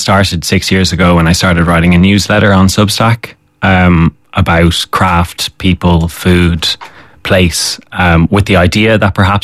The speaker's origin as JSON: {"language": "English", "town": "Dublin", "region": "Leinster", "country": "Ireland", "tie": "born or raised there", "moved": "yes"}